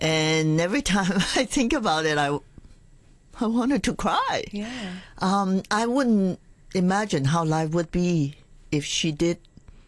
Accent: Hong Kong; growing up in Hong Kong later on, I was ashamed to tell people where I live.

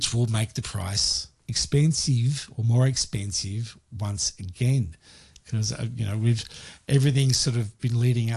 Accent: Victoria, Australia; My home state of Victoria just yesterday announced that all state secondary schools will be required to incorporate planned device-free learning time.

